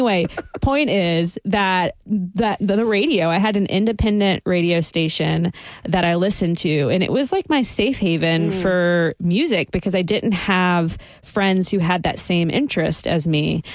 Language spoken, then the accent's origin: English; Mobile, Alabama, United States; moved away; I'm from Mobile, Alabama.